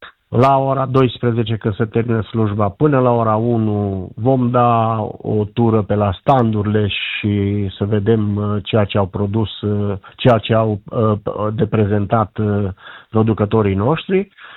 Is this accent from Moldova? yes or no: no; Jucu de Mijloc, Cluj County, Romania; nemnișenii noștri, că și eu fac parte exact, sunt nemnișan din Jucul de Mijloc.